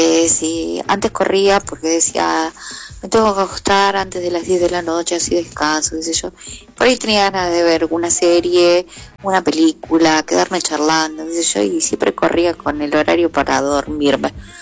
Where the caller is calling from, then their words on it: Villa Madero, Buenos Aires Province, Argentina; de Villa Madero.